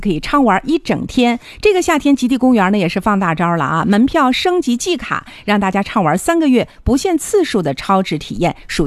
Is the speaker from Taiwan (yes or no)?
no; Northeast China, China